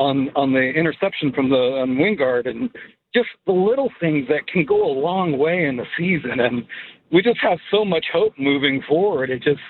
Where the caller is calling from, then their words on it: Queen Creek, Arizona, United States